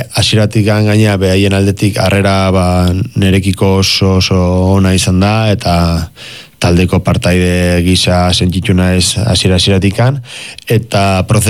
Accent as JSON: {"language": "Basque", "town": "Legazpi", "region": "Basque Country", "country": "Spain", "said": "ni Lehazpikoa naiz"}